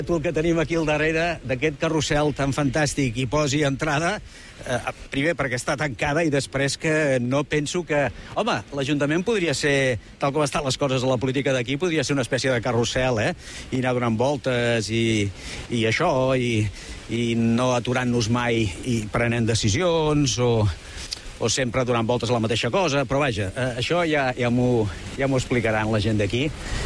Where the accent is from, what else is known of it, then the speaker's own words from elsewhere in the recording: Catalonia, Spain; Jo sóc català.